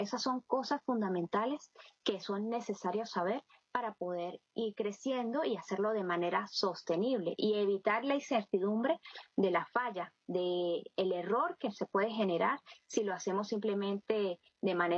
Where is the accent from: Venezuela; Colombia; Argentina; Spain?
Venezuela